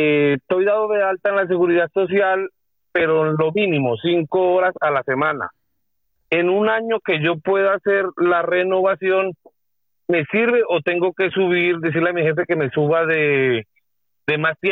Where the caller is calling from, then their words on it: Madrid, Community of Madrid, Spain; de Madrid.